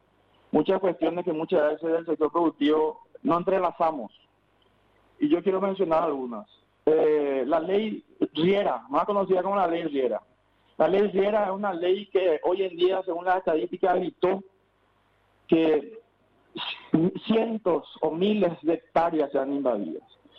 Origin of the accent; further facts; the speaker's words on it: Paraguay; pero por sobre todo como productor y como paraguayo, que es lo más importante